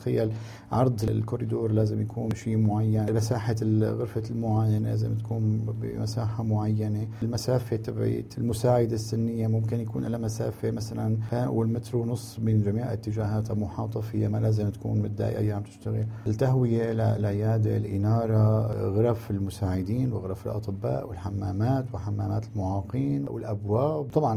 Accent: Syria; now in Turkey; أتمنى أنه يصير موجود عندنا بسوريا.

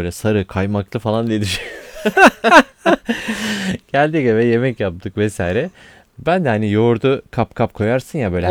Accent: Kars, Turkey; moved away; kendi memleketim olduğu için söylüyorum. Hı-hı. Kars Ardahan Iğdır. Hı-hı. Zaten Kars'tan ayrılma hepsi.

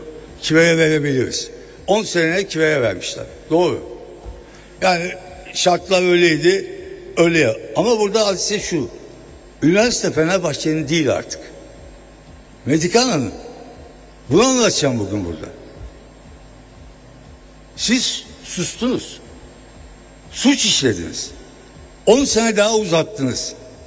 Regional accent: Diyarbakır Province, Turkey; born there; Ben Diyarbakır ve Erkan Ali kasasında doğdum.

